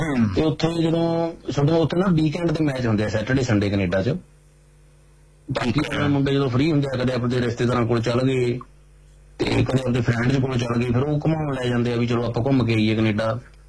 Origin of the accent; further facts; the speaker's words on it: Mangewal, Punjab, India; ਇੱਕ ਗੱਲ ਦੱਸ ਦੇਣਾ ਵੀ ਸਾਡਾ ਜਿਹੜਾ ਸਾਰਾ ਪਿੰਡ ਹੀ ਆ ਮਾਂਗੇ ਵਾਲੇ, ਸਾਰਾ 1 ਗੋਤਾ ਪਿੰਡ ਆ … ਸਾਡੇ ਪਿੰਡ ਦਾ।